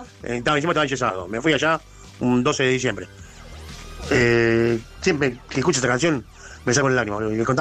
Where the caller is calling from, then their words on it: Argentina; Soy más argentino que nadie.